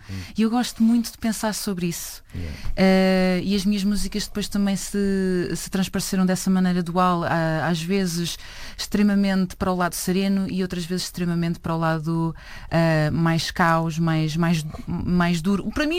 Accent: Vilar, Lisbon, Portugal; Sou da aldeia do Vilar, no concelho do Cadaval.

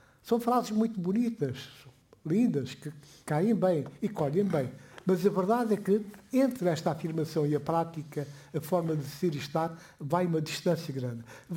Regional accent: Guinea-Bissau; first language Guinea-Bissau Creole; Portuguese is a second language; Eu sou da Guiné-Bissau.

